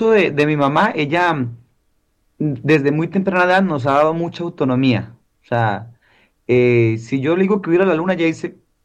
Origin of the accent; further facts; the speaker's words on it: Colombia; moved away as an adult; Y estábamos en el norte de Colombia. Nos vinimos al sur, donde mi familia, porque mi esposa es del norte, yo soy del sur. Y nos vinimos al sur de Colombia